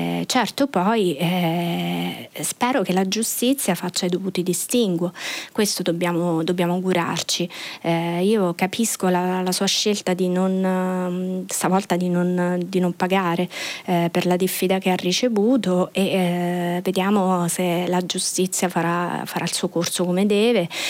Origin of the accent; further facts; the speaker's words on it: Abruzzo, Italy; accent: Abruzzese; per la mia pronuncia, perché magari, non so, viene fuori l'abruzzese che in me